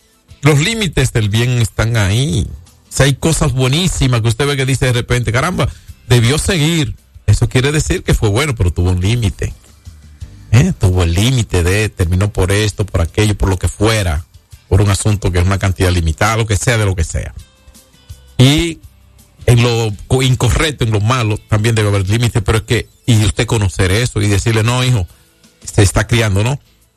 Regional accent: San Francisco de Macorís, Duarte, Dominican Republic; uno de los hijos de San Francisco de Macorís, de la ciénaga querida, ya a 13 kilómetros hacia la Loma Quitespuela, de donde vengo

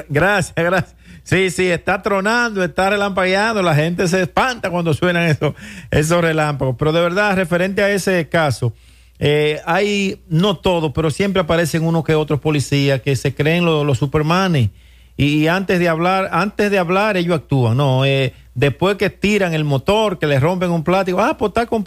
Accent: Dominican Republic; somos dominicanos, que somos hermanos

